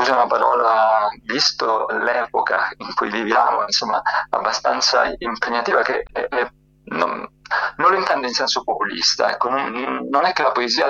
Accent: Soverato, Calabria, Italy; una presentazione in anteprima in Calabria, vicino insomma, al mio paese, a Soverato

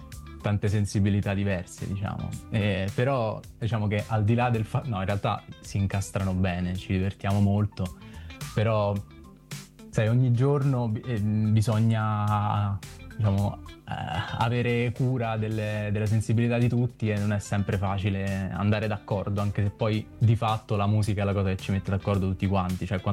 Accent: Pescara, Abruzzo, Italy; moved away as an adult; now in Rome, Italy; Da una calda Roma, ma sono abruzzese di Pescara.

